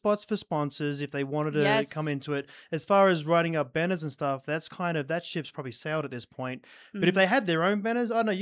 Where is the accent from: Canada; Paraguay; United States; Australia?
Australia; I'm from Australia.